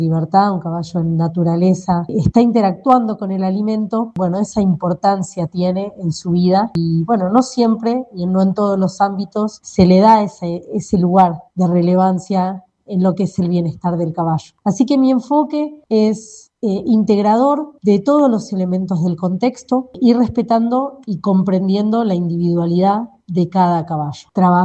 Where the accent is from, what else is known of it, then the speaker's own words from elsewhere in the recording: Argentina; now in Santa Fe, Argentina; soy de Argentina, viviendo en la provincia de Santa Fe, la ciudad de Santa Fe, precisamente